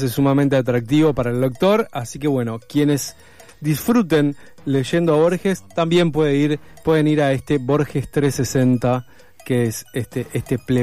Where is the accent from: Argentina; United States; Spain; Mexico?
Argentina; por ahora somos argentinos, veremos.